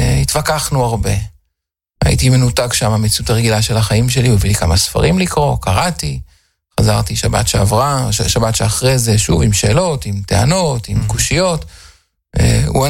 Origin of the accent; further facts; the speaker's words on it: Ra'anana, Central District, Israel; אני גדלתי ברעננה.